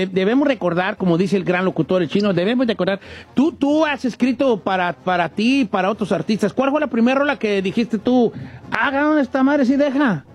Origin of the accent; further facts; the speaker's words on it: Michoacán, Mexico; soy de un pueblo chico, nunca lo he dicho, ¿verdad? Soy de Michoacán, de acá del lado de Michoacán, muy cerca de Guadalajara, por cierto.